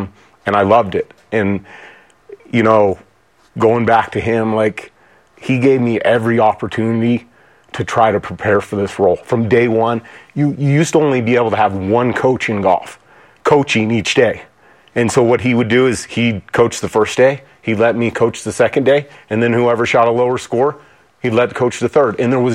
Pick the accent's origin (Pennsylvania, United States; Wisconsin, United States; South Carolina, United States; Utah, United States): Utah, United States; born there; moved away; also born or lived in Northern California; I grew up in Utah and in Northern California